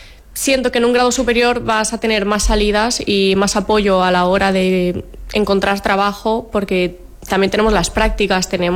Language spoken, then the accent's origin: Spanish; Ibiza, Balearic Islands, Spain; moved away as an adult; now in Granada, Spain; ¿De dónde eres? Yo digo, yo de Ibiza.